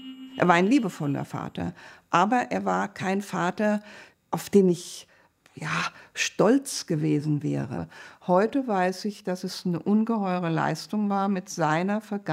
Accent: Frankfurt am Main, Hesse, Germany; also born or lived in Föhrenwald; Ich wurde 1955 im DP-Lager Föhrenwald geboren und bin in der Waldschmidtstraße in Frankfurt aufgewachsen.

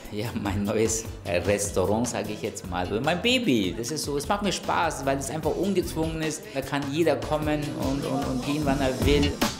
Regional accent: Munich, Bavaria, Germany; born there; also born or lived in Turkey; der in Osternatürlingen geboren ist, in Deutschland, München aufgewachsen ist

